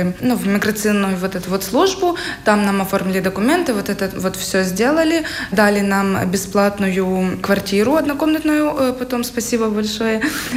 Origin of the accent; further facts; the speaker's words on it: Sumy, Sumy Oblast, Ukraine; moved away as an adult; now in Jonava, Lithuania; Я приехала из Украины, из города Сумы. Сумы мало кто знает, это возле Харькова находится.